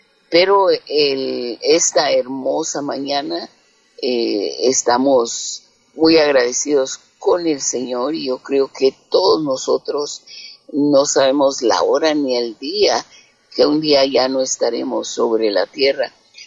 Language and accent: Spanish; Mexico; moved away as an adult; also born or lived in Guatemala / California; now in Arizona, United States; yo soy mexicana, mi esposo es centroamericano